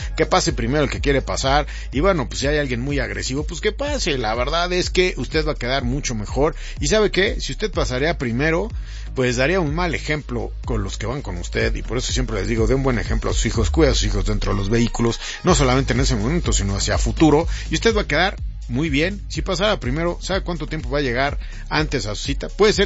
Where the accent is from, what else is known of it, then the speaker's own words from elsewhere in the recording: Mexico; demostrar esto que somos los mexicanos